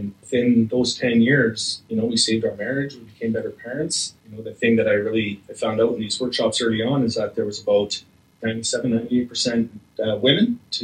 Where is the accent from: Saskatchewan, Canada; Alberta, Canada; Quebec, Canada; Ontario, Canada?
Alberta, Canada; Slave Lake; born or raised there; also born or lived in St. Paul, Alberta / Edson